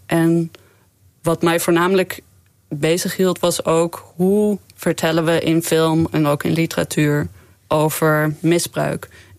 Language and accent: Dutch; Groningen, Netherlands; Ja, ik ben gewoon Nederlands uit Groningen.